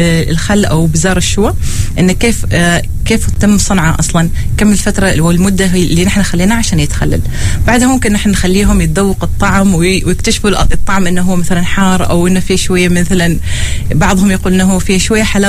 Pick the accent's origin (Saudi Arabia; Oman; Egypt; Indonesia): Oman; نحن عندنا في عمان